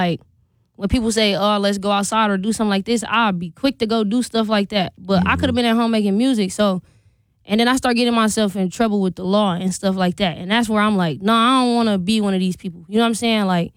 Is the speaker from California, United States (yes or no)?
no; Milwaukee, Wisconsin, United States; So I just threw the 414 on there because I'm from Milwaukee.